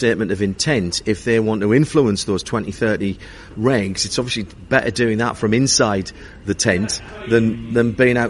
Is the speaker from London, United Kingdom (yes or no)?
no; Sunderland, North East England, United Kingdom; Just this week, up in my hometown in Sunderland, the biggest car manufacturing plant in the UK is Nissan.